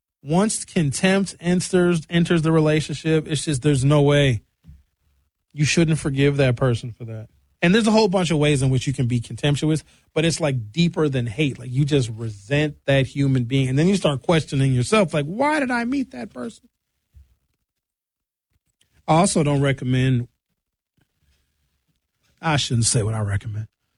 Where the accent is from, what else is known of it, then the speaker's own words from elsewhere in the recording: Brown Deer, Wisconsin, United States; moved away; I know people I grew up with in Brown Deer